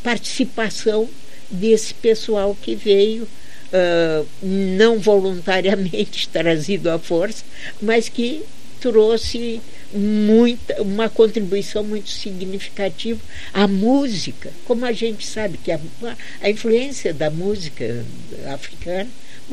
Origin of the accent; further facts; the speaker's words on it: Brazil; todos nós que somos brasileiros